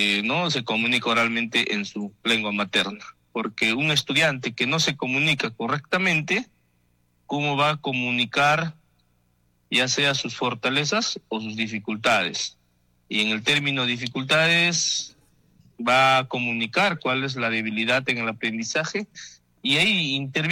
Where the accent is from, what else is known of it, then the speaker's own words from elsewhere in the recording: Coracora, Ayacucho, Peru; yo soy natural de Coracora, Barrio San Marcos. Yo he estudiado pues mi primaria en la 19, 9 de diciembre, y bueno, en nuestro pedagógico pues de la ciudad de Coracora.